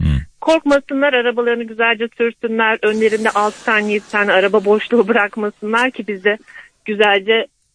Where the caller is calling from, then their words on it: Ankara, Turkey; Merhabalar … Ankara'dan.